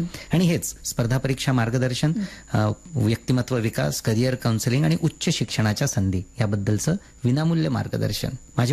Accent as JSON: {"language": "Marathi", "town": "Erandol", "region": "Maharashtra", "country": "India", "tie": "born or raised there", "said": "माझं मूळ गाव एरंडोल जळगाव जिल्ह्यातलं आणि मध्यमवर्गीय कुटुंब. तिथे माझं पूर्ण महाविद्यालयीन शिक्षण झालं"}